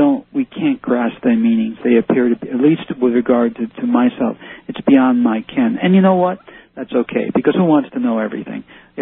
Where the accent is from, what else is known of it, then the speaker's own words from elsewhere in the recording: Hackensack, New Jersey, United States; born there; moved away; I was born in Hackensack.